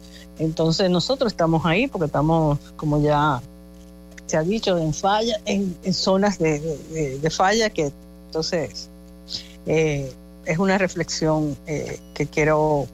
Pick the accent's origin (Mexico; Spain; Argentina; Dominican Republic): Dominican Republic; la gente como dominicano, la verdad que nos quemamos en esa materia.